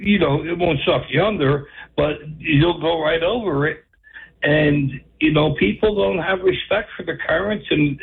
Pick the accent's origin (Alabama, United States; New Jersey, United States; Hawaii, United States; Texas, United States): New Jersey, United States; I grew up in Jersey, and we went to the Delaware River all the time growing up, and we went tubing down the Delaware all the time. I'm 60. I'm going to be 64 next month.